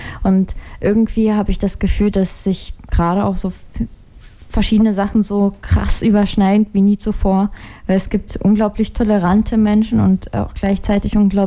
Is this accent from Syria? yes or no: no; Ukraine; German is a second language; now in Germany; weil in meinem Heimatland der Ukraine Krieg ist